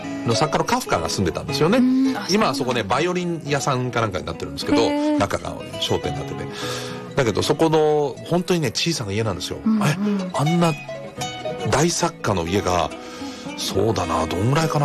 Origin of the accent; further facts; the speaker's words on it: Frankfurt, Hesse, Germany; moved away; 私が生まれ育ったフランクフルトにはね